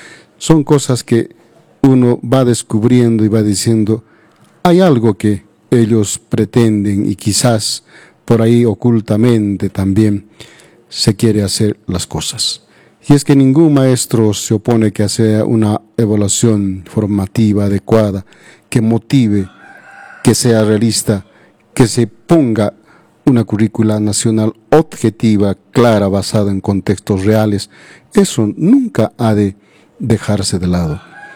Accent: Calca, Cusco, Peru; 7:33 de Calca, nuestra tierra, cultura de mi tierra

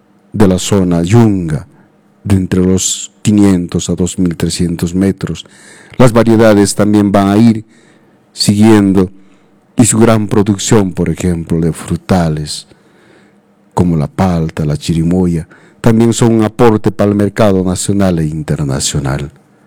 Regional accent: Peru; todos somos peruanos

